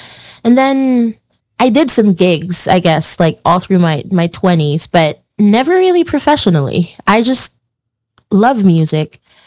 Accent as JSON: {"language": "English", "country": "Philippines", "said": "I am from the Philippines, and it's actually very weird because nobody can like guess that like from the get-go. And I'm like, yeah, I'm streaming live from the Philippines."}